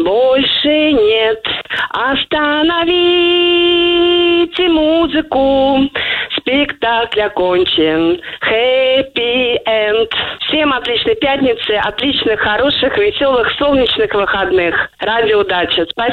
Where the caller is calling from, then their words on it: Yegoryevsk, Moscow Oblast, Russia; город Егорьевск.